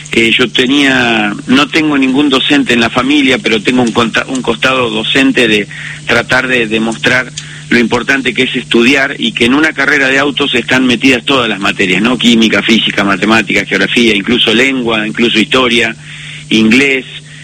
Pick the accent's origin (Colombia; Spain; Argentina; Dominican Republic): Argentina; La Pampa; quiero hacer más charlas en La Pampa, que es mi provincia